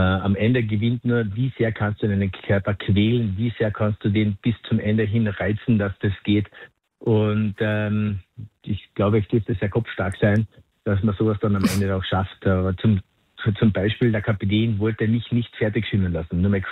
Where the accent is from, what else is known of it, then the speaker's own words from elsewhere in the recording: Klagenfurt, Carinthia, Austria; für mich als Klagenfurter